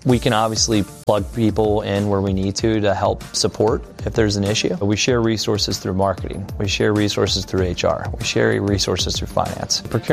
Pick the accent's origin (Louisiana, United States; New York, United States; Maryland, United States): Maryland, United States; Timonium; born there; now in Baltimore, United States; I was born in Timonia, Maryland, and lived in Baltimore, Maryland here the last 17 years.